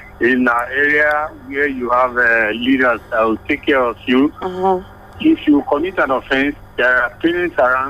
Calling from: Ilorin, Kwara, Nigeria; I'm calling from Oloje area.

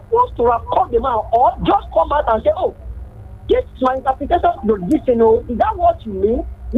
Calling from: Nigeria; from Usere.

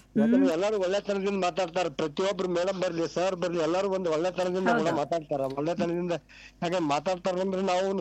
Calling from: Vijayapura, Karnataka, India; ನಮ್ದು ವಿಜಯಪುರ ಮೇಡಮ್.

